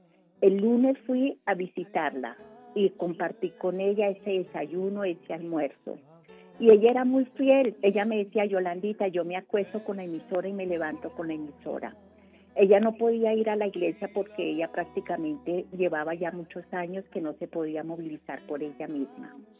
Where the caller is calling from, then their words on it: Bogotá, Colombia; En la zona quinta de Usme.